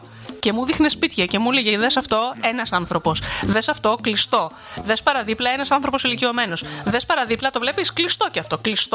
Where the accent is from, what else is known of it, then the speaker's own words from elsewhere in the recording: Central Greece, Greece; Όταν λοιπόν τα παλιά χρόνια στο χωριό μου, που είναι ένα τέταρτο έξω από την Αράχοβα, το χωριό μέτραγε και φτάσει να έχει 3.000 κατοίκους.